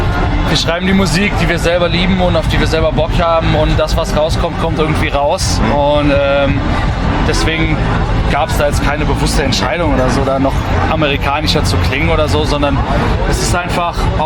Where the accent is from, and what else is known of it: Saarland, Germany